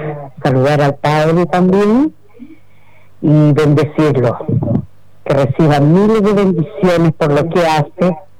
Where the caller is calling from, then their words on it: Graneros, O'Higgins, Chile; soy escoterráneo de mi tierra, de Graneros.